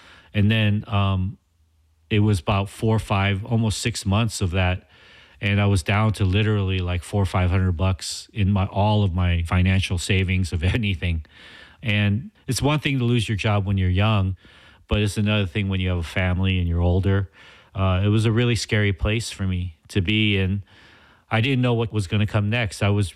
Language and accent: English; Los Angeles, California, United States; So the thing about where we're from Los Angeles. We're specifically from the central region of Los Angeles, the city, Koreatown, East Hollywood, Pico Union, Mid-City.